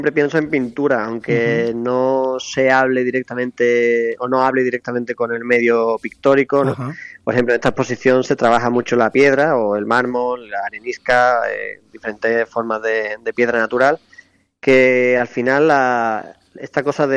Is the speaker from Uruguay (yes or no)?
no; Los Corrales, Andalusia, Spain; also born or lived in Osuna / Seville / Barcelona / Paris; now in Aracena, Spain; soy de Los Corrales, ahí a poquitos kilómetros de Osuna. Uh-huh. Aunque hice el bachillerato, de hecho, en Osuna también. Luego me mudé a Sevilla y seguidamente en Barcelona. También he estado casi 3 años en París. Y me mudé hace poco de nuevo a Aracena, donde vivo